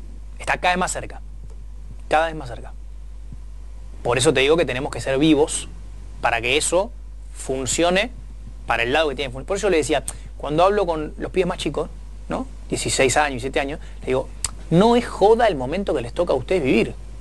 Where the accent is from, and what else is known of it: Argentina